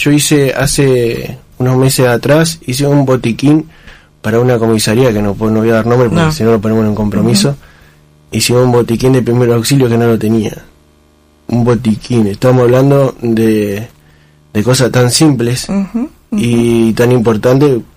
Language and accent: Spanish; Argentina; Somos el argentino, creo yo que es así.